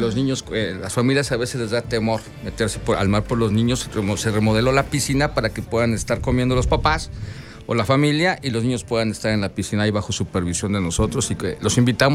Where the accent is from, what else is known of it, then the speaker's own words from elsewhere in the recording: Mexico; now in El Salvador; Yo soy mexicano, tengo 25 años visitando El Salvador.